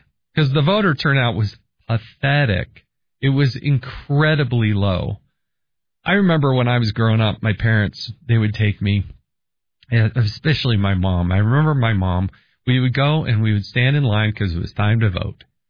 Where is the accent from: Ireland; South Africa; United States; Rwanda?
United States; Utah; my home state of Utah included, Utah does all vote by mail.